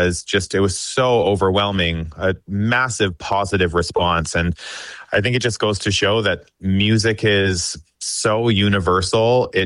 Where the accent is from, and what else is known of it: Alberta, Canada; born or raised there; now in Toronto, Canada